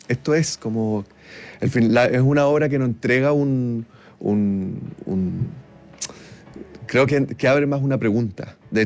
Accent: Concepción, Biobío, Chile; Y bueno, y Consuelo, yo crecí viéndola. Soy de Concepción

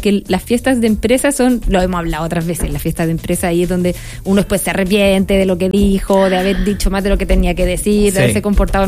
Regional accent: Chile; somos todos chilenos

